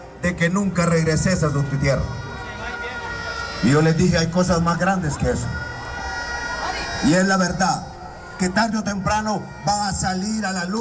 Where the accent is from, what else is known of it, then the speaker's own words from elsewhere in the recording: Honduras; solamente Dios va a evitar que yo regrese a Honduras. Porque esa es mi tierra y ese es mi derecho.